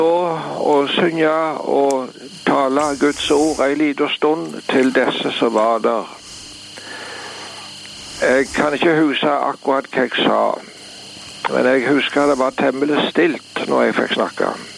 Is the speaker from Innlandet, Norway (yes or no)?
no; Varhaug, Rogaland, Norway; Jeg huset hjemme på Varhau, på det gamle, der som jeg vokste opp, på det gamle forsamlingshuset der.